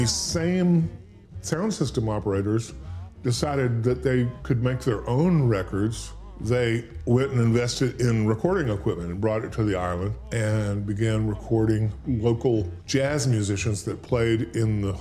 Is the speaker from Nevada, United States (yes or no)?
no; Louisiana, United States; anytime they would hear that I was from Louisiana